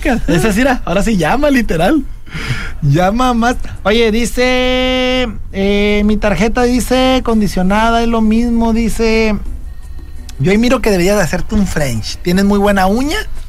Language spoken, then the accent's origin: Spanish; Mexico; Te voy a decir algo. Como buen mexicano